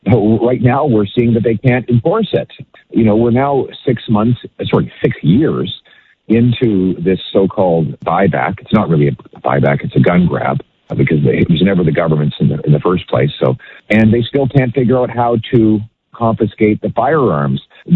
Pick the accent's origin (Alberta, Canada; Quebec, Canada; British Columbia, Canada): Alberta, Canada; Calgary; Well, as a Westerner, I know it because I grew up in Calgary.